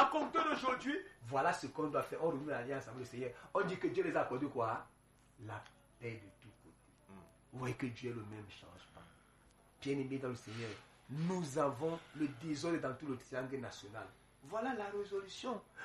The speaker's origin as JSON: {"language": "French", "country": "Cameroon", "said": "je suis Camerounais"}